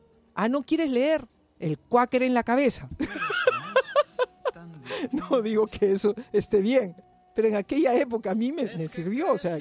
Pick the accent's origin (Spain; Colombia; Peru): Peru; yo soy como toda peruana, tengo rasgos chinos, ¿no? Orientales, ¿no?